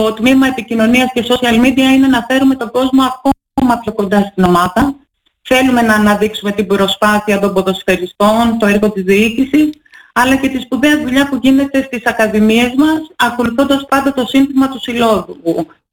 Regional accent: Akrata, Western Greece, Greece; Είναι η πατρίδα μου, την αγαπάω πολύ την Ακράτα.

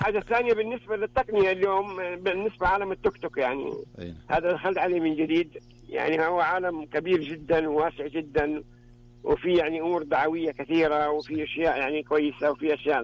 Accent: Jeddah, Makkah Province, Saudi Arabia; أنا صح إنه من جدة ومدينة ساحلية وكذا.

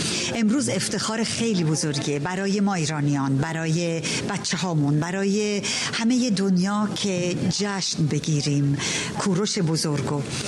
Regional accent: Iran; now in Paris, France; به عنوان یک ایرانی، به عنوان یک شاعر

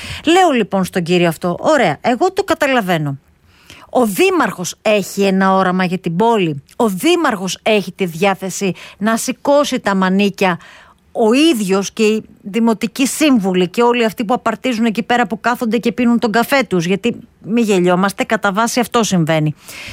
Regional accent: Chaidari, Attica, Greece; ευτύχησα ως παιδί να μεγαλώσω στο Δήμο του Χαϊδαρίου

